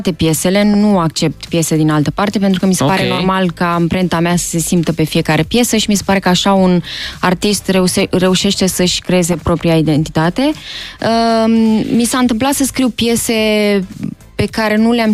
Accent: Romania; ar trebui să știe că sunt româncă

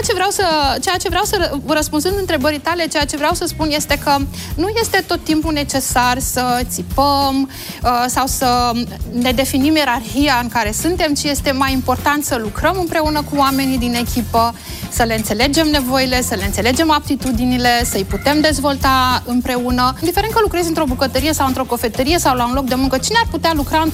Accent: Piatra Neamț, Neamț County, Romania; also born or lived in Bacău; Am copilărit în Piatra Neamț, mergeam destul de des la mătușa mea

